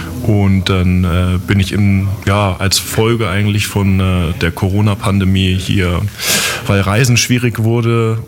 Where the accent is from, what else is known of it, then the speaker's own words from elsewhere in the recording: Hamburg, Germany; Ja, ich komme aus Hamburg und hatte immer eine Verbindung hier zur Elbe und zum Meer.